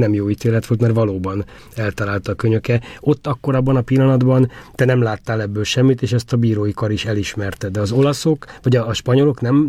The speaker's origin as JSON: {"language": "Hungarian", "country": "Hungary", "said": "az mind tudta rólam, hogy én is magyar vagyok"}